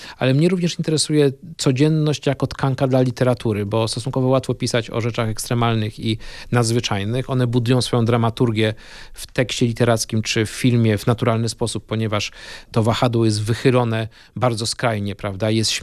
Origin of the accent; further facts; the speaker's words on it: Kraków, Lesser Poland, Poland; Tak, ja wychowałem się na osiedlu Prokocimnowy. Ono jest na krańcach Krakowa, gierkowskie osiedle z wielkiej płyty w pobliżu Wieliczki już. Kiedyś to były granice Krakowa.